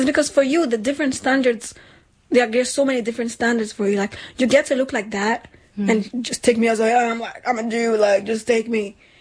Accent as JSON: {"language": "English", "country": "Nigeria", "tie": "born or raised there", "second_language": "English", "moved": "yes", "lives_now": "Europe"}